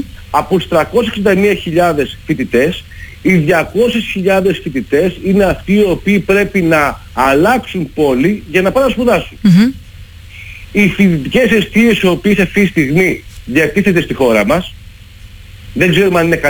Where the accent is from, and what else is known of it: Greece